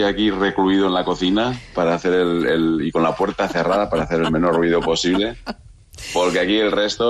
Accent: Montemayor de Pililla, Castile and León, Spain; Sí, yo soy de Montemayor, sí.

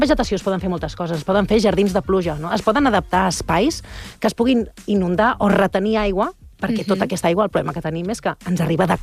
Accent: Sant Andreu, Catalonia, Spain; jo sóc de Sant Andreu, i va caure un xàfec que jo no havia vist en la vida, però és que jo no havia vist el meu poble inundat d'aquesta manera.

